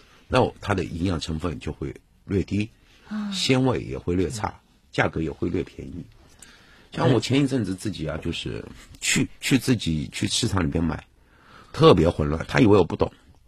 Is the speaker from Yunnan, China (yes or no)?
yes; Yunnan, China; 哪怕是我云南人，在我20岁以前，